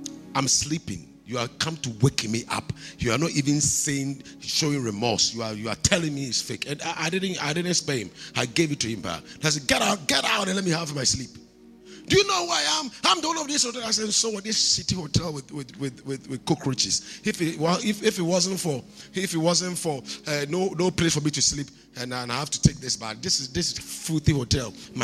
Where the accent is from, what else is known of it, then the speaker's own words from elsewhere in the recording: Kumasi, Ashanti, Ghana; I come from Kumasi.